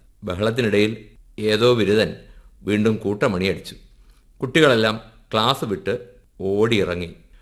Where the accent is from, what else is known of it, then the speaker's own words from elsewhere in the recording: Kureepuzha, Kerala, India; കുരീപ്പുഴ എന്ന എന്റെ ഗ്രാമത്തെ അവതരിപ്പിച്ചു കഴിഞ്ഞപ്പോൾ പതിയെ ഞാൻ ബാല്യകാല അനുഭവങ്ങളിലേക്ക് പോവുകയാണ്.